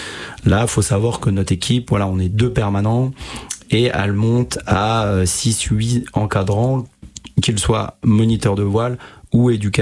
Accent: Metz, Grand Est, France; et moi, justement, je suis issu de Messin, hein, j'ai pratiqué la voile optimiste dès la scolarité primaire, dès le CM1, CM2.

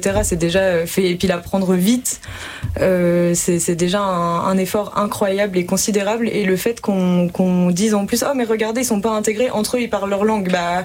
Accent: France; first language French; pouvoir parler ma langue natale.

